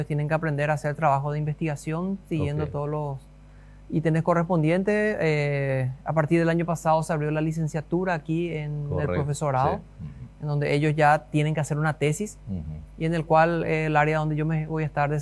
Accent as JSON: {"language": "Spanish", "region": "Asunción", "country": "Paraguay", "tie": "born or raised there", "moved": "as an adult", "lives_now": "Filadelfia, Paraguay", "said": "En Asunción. Soy originario de Asunción. Estoy ya viviendo aquí 14 años."}